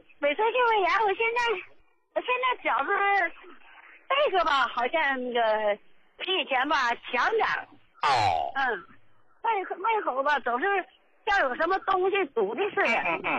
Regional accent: Jilin, China; 我是吉林的。

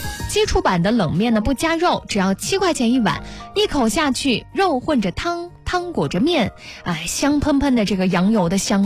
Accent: Xuzhou, Jiangsu, China; 咱们徐州人吃羊呢，

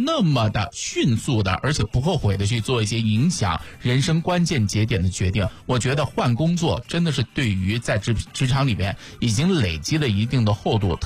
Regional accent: Xuzhou, Jiangsu, China; 啊，我是那个江苏徐州人啊。

